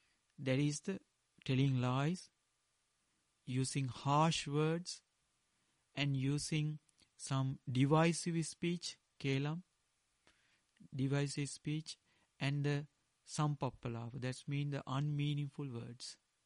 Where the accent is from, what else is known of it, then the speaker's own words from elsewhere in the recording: Sri Lanka; first language Sinhala; English is a second language; I learned the in Dhamma in Pali, directly in Pali, or in my mother language in Sinhala.